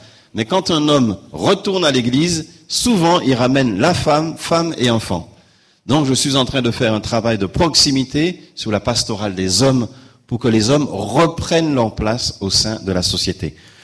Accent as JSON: {"language": "French", "country": "Guadeloupe", "said": "Chez nous, en Guadeloupe, les femmes, la monoparentalité"}